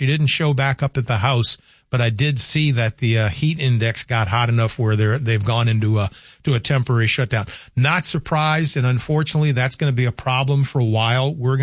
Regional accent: Louisiana, United States; growing up in the South, watermelon was not a luxury. It was a necessity because watermelon grows so well in South Louisiana, and we had watermelons all over the place

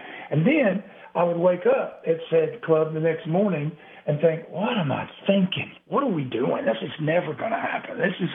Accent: Texas, United States; also born or lived in Oklahoma; now in Nashville, United States; we're kind of from Texas individually, Texas, Oklahoma, but came here to Nashville to kind of form things.

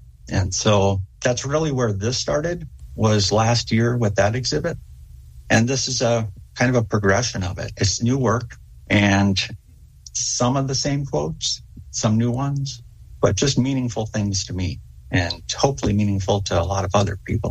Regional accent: San Diego, California, United States; moved away; also born or lived in Virginia, Minnesota; I was born in Virginia, Minnesota, and I grew up in San Diego, California. So I grew up around a lot of graffiti art, around a lot of homeless people

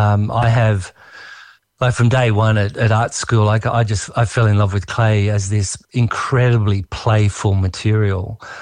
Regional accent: Wagga Wagga, New South Wales, Australia; moved away; I was born and raised in Wagga, so not too far away.

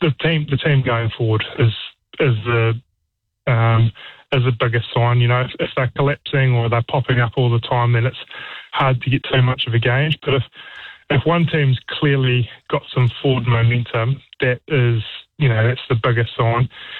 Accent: New Zealand; made you really proud as a former All Black and as a New Zealander.

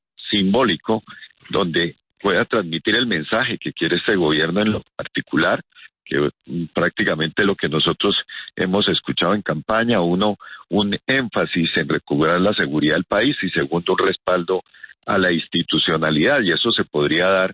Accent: Colombia; yo creo que al final de cuentas lo que uno quiere como colombiano es que haya una transición de gobierno lo más normal posible

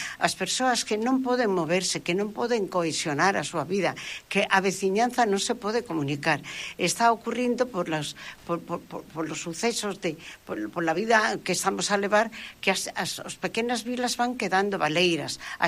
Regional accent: Galicia, Spain; porque somos galegos

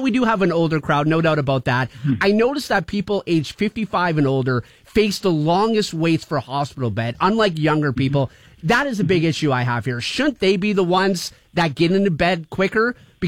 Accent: Canada; As a Canadian, we shouldn't be waiting 14 hours in an ER in extreme pain.

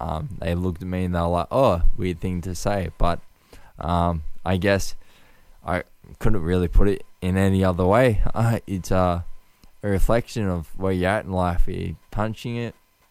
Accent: Australia; I am Australian

